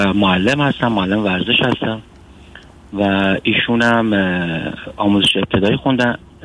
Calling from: Iran; چون از ایران تماس میگیرم. از ایران هستم.

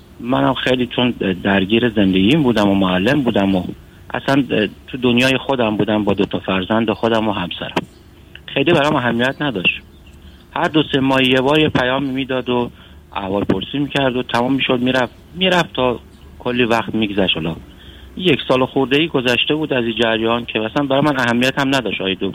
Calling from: Iran; چون از ایران تماس میگیرم. از ایران هستم.

